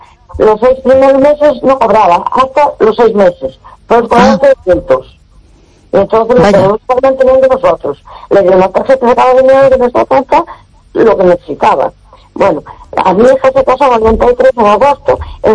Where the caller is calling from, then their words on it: A Coruña, Galicia, Spain; de Coruña.